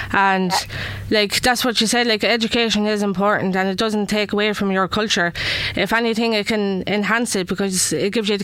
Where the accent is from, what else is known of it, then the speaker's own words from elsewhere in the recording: Ireland; As I mentioned in the beginning, I'm an Irish traveller poet, and I would like to share some of my pieces with you.